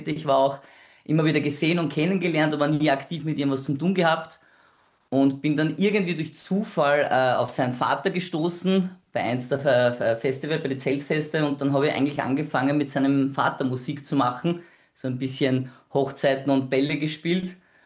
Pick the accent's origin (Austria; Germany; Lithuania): Austria; Vienna; born there; moved away as an adult; now in Burgenland, Austria; Ich bin ja eigentlich geborener Wiener. Jetzt wohnen wir beide im Burgenland. Und ich bin damals 2021 war es, glaube ich, ins Burgenland gezogen. In eine kleine Ortschaft namens Wimpersing an der Leiter.